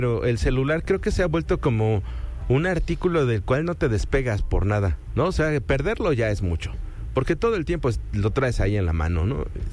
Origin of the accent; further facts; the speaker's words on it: Mexico; sabes cómo somos los mexicanos